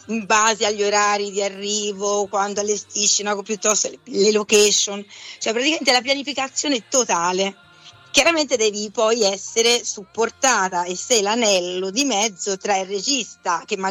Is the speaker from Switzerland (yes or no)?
no; Prato, Tuscany, Italy; sono partita da quella teatrale nella mia città a Prato, da quando avevo tipo 6 anni.